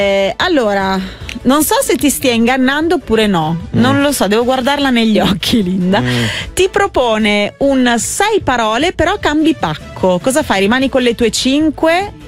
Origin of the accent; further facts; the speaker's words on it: Emilia-Romagna, Italy; accent: Emilian; moved away; il mio accento, la mia cadenza cambierà, perché quando sento l'accento e la cadenza di casa mia già mi sta venendo quella emiliana